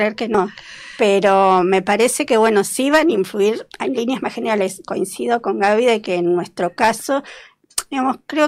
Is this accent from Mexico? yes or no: no; Buenos Aires, Argentina; yo, bueno, soy de Belgrano, en Cabildo y Juramento